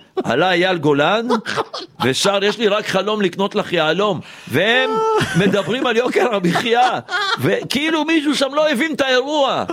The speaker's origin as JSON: {"language": "Hebrew", "town": "Tel Aviv", "region": "Tel Aviv District", "country": "Israel", "said": "אני מתל אביב."}